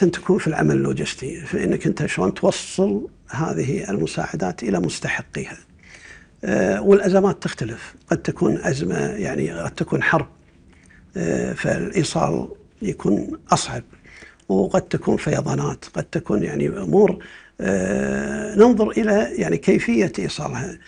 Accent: Kuwait; عندنا في الكويت

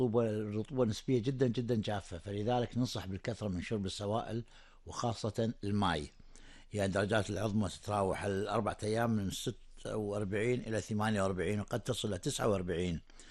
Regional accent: Kuwait; فللأسف هنا عندنا بالكويت

